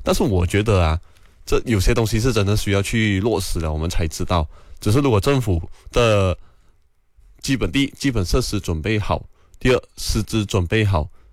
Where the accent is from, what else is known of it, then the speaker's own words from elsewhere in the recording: Malaysia; 因为我们马来西亚人民长期，当然作为全世界人民都是有一个反叛反骨的心态